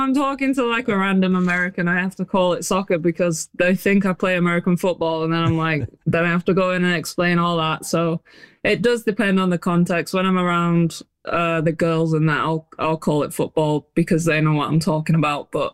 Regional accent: England, United Kingdom; now in Orlando, United States; And obviously I'm English, so I'm going to say England are going to win it.

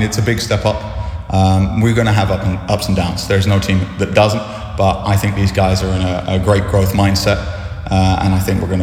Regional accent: Scotland, United Kingdom; now in Ballina, Ireland; I'm a Scottish international.

